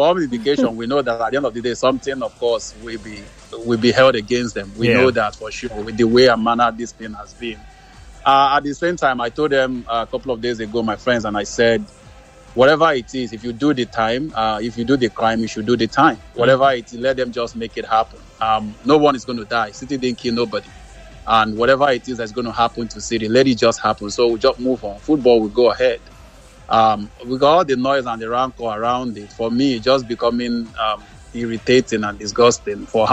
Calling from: Canada; I'm calling from Canada.

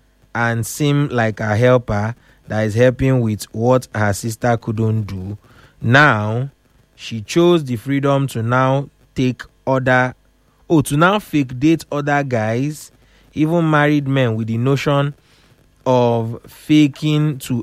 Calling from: Lagos, Nigeria; I am chatting from Lagos. I am 28 years old.

